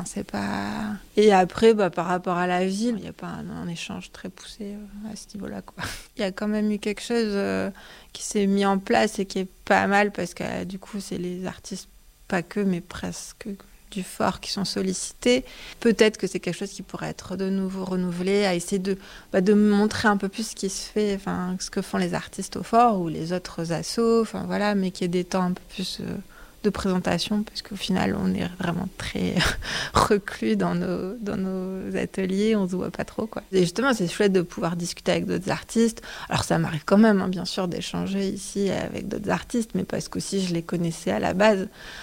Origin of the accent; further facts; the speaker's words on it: Toulouse, Occitanie, France; now in Le Havre, France; Alors ça fait 11 ans que je suis au Havre, mais à la base je suis de Toulouse.